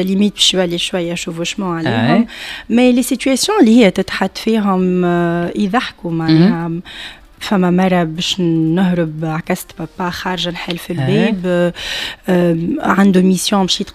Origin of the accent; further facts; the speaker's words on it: Tunis, Tunis Governorate, Tunisia; born there; انا صحيح اصلي من تتاوين اما مولوده في تونس